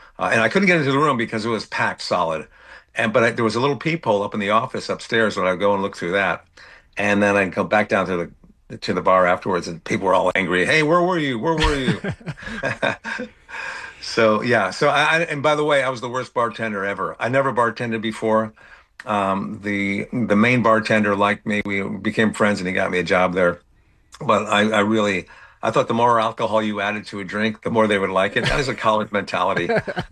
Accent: Bridgeport, Connecticut, United States; but I grew up in Connecticut, in Bridgeport, Connecticut, so I'm an East Coast guy.

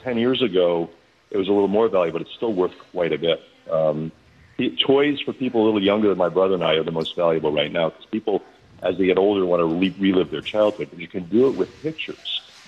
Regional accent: Fall River, Massachusetts, United States; now in San Francisco, United States; I grew up in Fall River in Swansea

